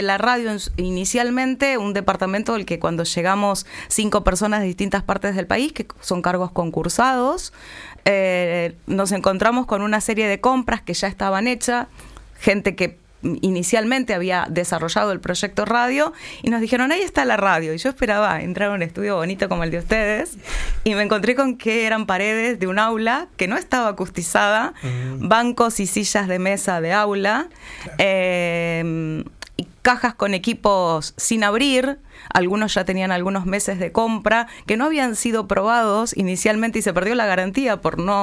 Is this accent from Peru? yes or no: no; Santo Tomé, Santa Fe, Argentina; born there; moved away as an adult; now in Tierra del Fuego, Argentina; Soy santafesina, soy litoraleña, santafesina de nacimiento, santotomecina, que es una ciudad que está ahí muy cerquita, a 4 kilómetros de la ciudad capital, nos divide un puente tan solamente, una ciudad dormitorio en alguna bibliografía, porque la gente trabaja en Santa Fe y duerme en Santo Tomé.